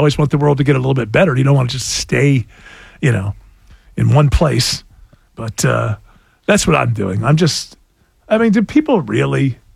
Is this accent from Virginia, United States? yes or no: no; New York, United States